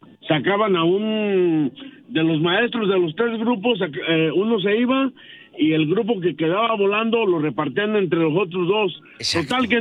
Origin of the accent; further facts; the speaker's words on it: Zamora, Michoacán, Mexico; now in Jerome, United States; Pero soy de Zamora, Michoacán.